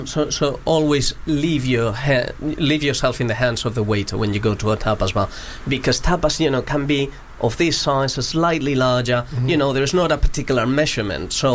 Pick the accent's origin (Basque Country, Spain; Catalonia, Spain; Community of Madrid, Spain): Community of Madrid, Spain; Madrid